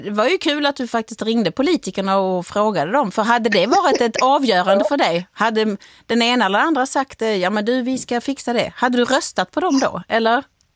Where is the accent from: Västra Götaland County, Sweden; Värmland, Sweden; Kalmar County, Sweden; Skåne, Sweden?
Skåne, Sweden; Malmö; Jag kommer dock från Malmö, och när jag kollade skyddsrummen där jag bodde för 30 år sedan så kan jag konstatera att inget av dem tillåter husdjur.